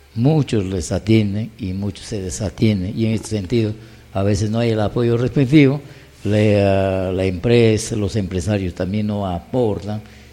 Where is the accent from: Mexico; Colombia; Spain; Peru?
Peru; Zapatero, San Martín; now in Lamas, Peru; Yo, por ejemplo, soy del distrito de Zapatero.